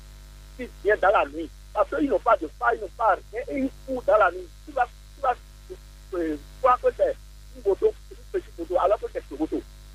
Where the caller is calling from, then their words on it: Ouidah, Atlantique, Benin; depuis Ouida.